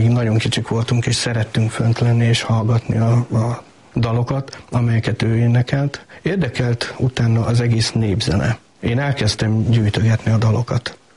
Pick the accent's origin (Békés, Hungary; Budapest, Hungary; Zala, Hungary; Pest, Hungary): Békés, Hungary; Én a Viharsarokból származom, tehát Békés megye.